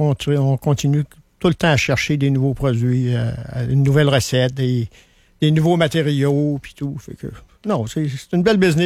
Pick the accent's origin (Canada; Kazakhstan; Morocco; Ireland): Canada; Quebec; On est québécois, puis là, on s'en va vers les autres provinces.